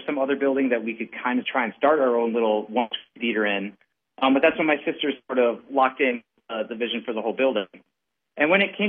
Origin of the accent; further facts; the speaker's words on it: La Crosse, Wisconsin, United States; moved away as an adult; I grew up in La Crosse and I grew up coming to this theater. And then when I moved back here in about 2016